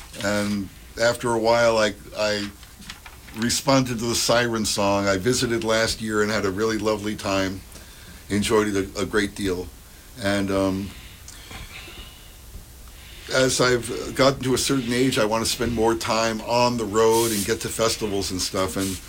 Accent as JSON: {"language": "English", "region": "East Coast", "country": "United States", "moved": "yes", "lives_now": "California, United States", "said": "I'm California, and I'm from the East Coast"}